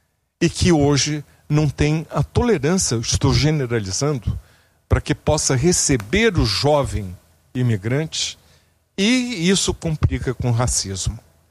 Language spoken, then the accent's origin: Portuguese; Rio de Janeiro, Brazil; born there; Fizemos um projeto piloto num bairro onde eu nasci, que é o mais envelhecido da América Latina, Copacabana.